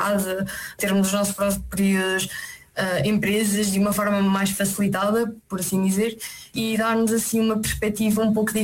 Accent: Lisbon, Portugal; moved away as an adult; now in Cologne, Germany; eu sou de Lisboa e sempre cresci rodeada de turistas.

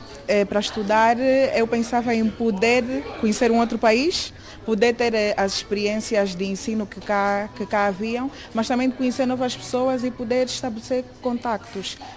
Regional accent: Luanda, Angola; now in Braga, Portugal; tenho 23 anos e venho de Angola, Luanda.

